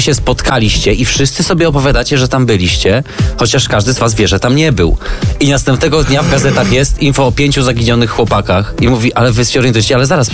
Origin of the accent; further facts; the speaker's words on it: Kędzierzyn-Koźle, Opole Voivodeship, Poland; U mnie w Kędzierzynie